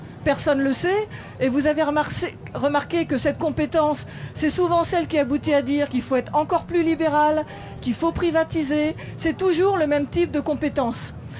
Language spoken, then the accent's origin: French; France